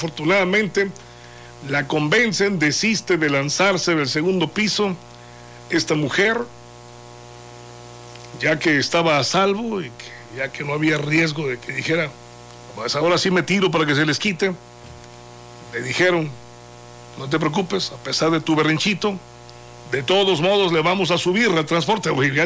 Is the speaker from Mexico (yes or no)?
yes; Mexico; quien se ha convertido en un cero a la izquierda somos nosotros los mexicanos.